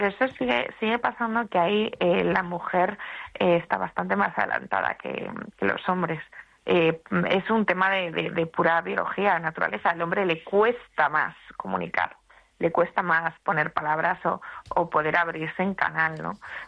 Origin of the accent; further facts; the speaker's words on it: Spain; Los hombres que crecimos en la España de los años 70, 60, eso era una selva